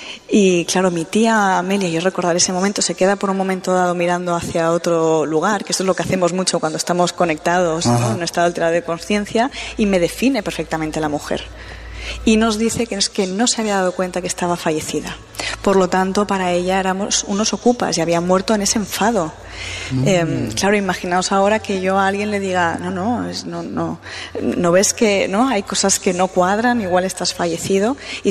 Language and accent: Spanish; Valencia, Valencian Community, Spain; Soy de Valencia. Estoy entre Madrid, Valencia, y hago la escuela en Madrid.